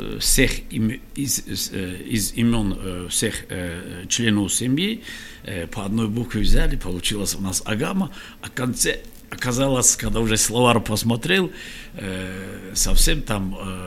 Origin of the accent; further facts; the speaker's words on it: Kharbuk, Dagestan, Russia; Мы харбукцы, я родом из Харбука.